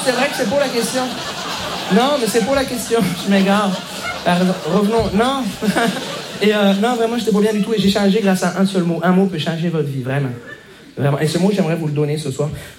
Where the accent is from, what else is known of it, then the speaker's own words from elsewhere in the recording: Montreal, Quebec, Canada; Bonjour, je me présente … je viens de Montréal.